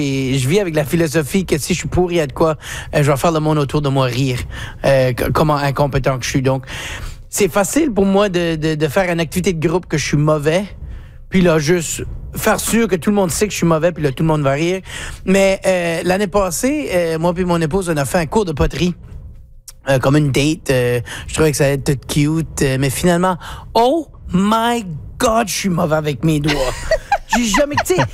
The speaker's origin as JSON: {"language": "French", "region": "Acadia", "country": "Canada", "said": "en tant qu'Acadien qui utilise beaucoup, beaucoup de mots anglais, qui utilise des régionalismes"}